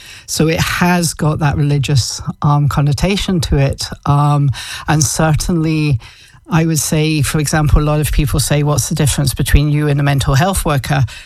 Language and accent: English; Scotland, United Kingdom; moved away; also born or lived in East Anglia; So although I'm Scottish, I lived in England for a while.